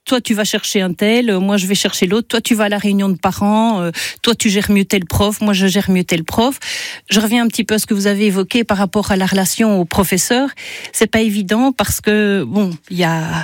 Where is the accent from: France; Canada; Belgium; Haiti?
Belgium; Alors, comme je vous l'ai dit, je suis belge, il faut me mettre les sous-titres pour Parcoursup.